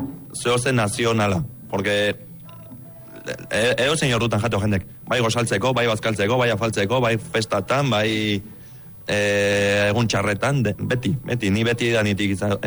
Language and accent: Basque; Lazkao, Basque Country, Spain; also born or lived in Arad, Romania; Lazkao tarra esatea. Azkenako, hemen enaiz jaio, baina txiki-txikitatik hemen bizi izan naiz, hemen ditu launek, hemen dauket lana, hemen dauket dana.